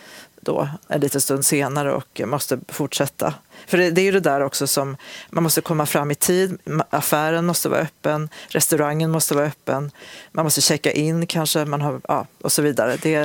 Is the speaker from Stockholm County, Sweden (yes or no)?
no; Osebol, Värmland, Sweden; när jag gick från Karlstad till Osebol där jag växte upp